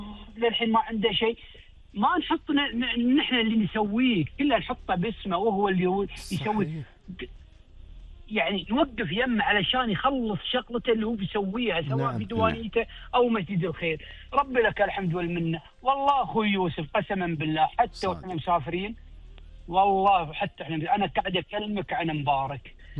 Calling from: Kuwait; أسجد ربي اللي خلقني كويتي

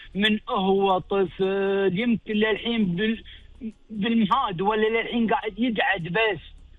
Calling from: Kuwait; إحنا ككويتيين

